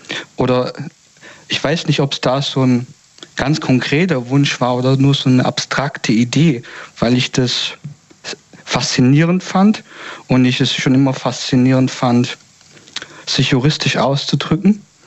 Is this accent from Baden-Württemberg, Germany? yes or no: yes; Baden-Württemberg, Germany; Ich komme aus Ja, ich komme aus der Gegend Stuttgart, also das ich sag jetzt mal so grob.